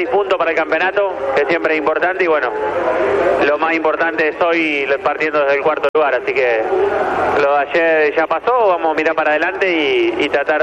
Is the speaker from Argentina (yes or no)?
yes; Argentina; Como piloto argentino y del automovilismo argentino que corre en las dos categorías y en las dos entidades, que se solucione.